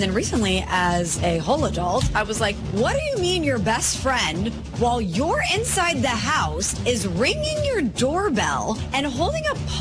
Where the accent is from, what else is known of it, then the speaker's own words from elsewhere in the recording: St. Louis, Missouri, United States; I had the honor of throwing out the first pitch for the St. Louis Cardinals, my hometown franchise that I grew up loving, still love to this day.